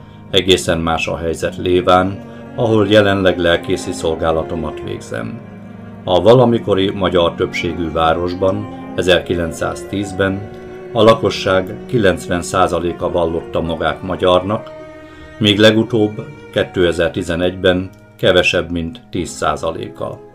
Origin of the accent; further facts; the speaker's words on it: Košice Region, Slovakia; moved away as an adult; now in Levice, Slovakia; Bodrog közben szülőföldemen, amelynek lakosságát ma is 95%-ban magyarok lakják